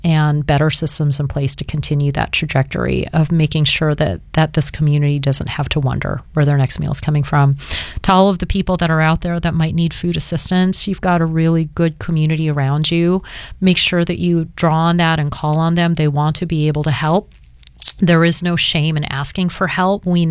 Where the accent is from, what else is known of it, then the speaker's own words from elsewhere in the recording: Pacific Northwest, United States; It feels like I'm going back home to a certain degree, even though I grew up in the Pacific Northwest.